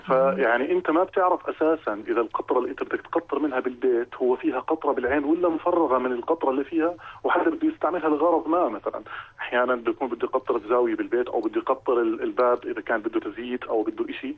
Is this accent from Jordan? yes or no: yes; Jordan; عندنا بالأردن